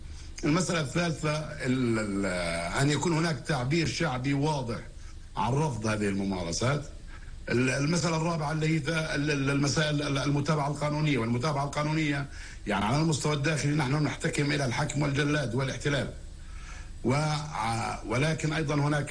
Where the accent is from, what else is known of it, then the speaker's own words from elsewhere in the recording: Palestine; ولكن كفلسطينيين أولا الثبات